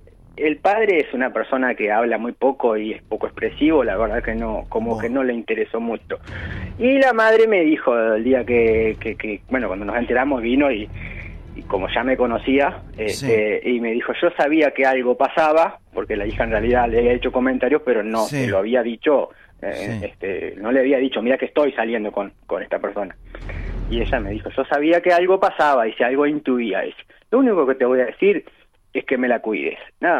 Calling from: interior, Uruguay; Soy del interior, sí.

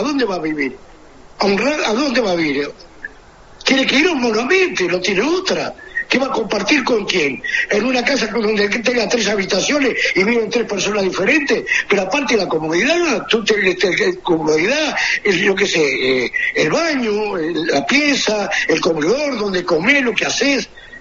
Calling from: Parque del Plata, Canelones, Uruguay; la tranquilidad donde vivo, que vivo en Parque de Plata

